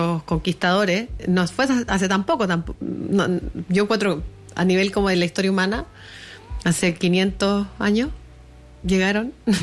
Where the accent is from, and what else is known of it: Chile